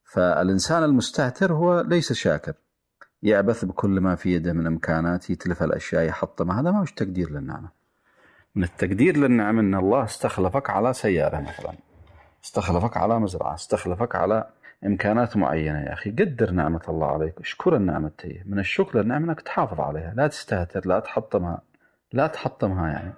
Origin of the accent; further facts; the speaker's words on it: Yemen; عندنا في اليمن